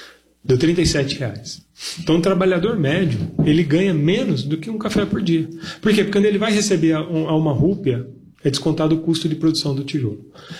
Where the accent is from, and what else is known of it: Brazil